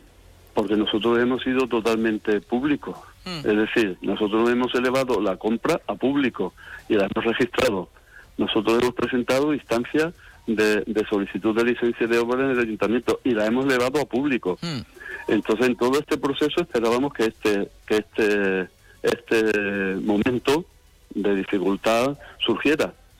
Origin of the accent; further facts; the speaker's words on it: Seville, Andalusia, Spain; Nosotros somos de aquí, de Sevilla.